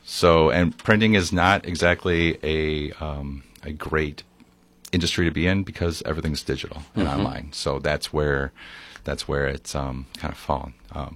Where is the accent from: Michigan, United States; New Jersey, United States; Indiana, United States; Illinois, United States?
Illinois, United States; Sandwich; now in Yorkville, United States; Home is Yorkville. But I grew up in Sandwich, and I've been living this whole area my whole life, my family too.